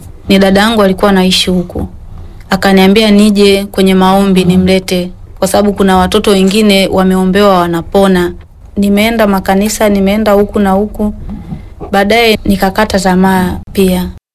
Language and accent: Swahili; Iringa, Tanzania; mimi ni mwenyeji wa Iringa.